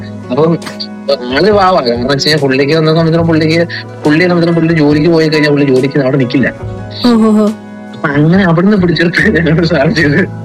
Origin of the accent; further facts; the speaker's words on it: Thommankuthu, Kerala, India; born there; എന്റെ നാട്ടിൽ എന്റെ മമ്മിയുടെ വീടിനടുത്ത് തൊമ്മങ്കുത്തിൽ എന്റെ മമ്മിയുടെ വീട്